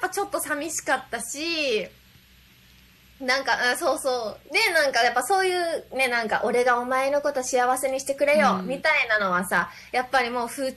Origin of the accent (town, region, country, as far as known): Kyushu, Japan; born or raised there